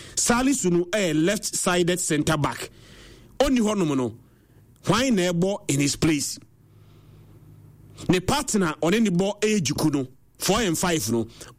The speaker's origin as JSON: {"language": "English", "country": "Ghana", "said": "But I am a Ghanaian. I expect the Blaster to do well."}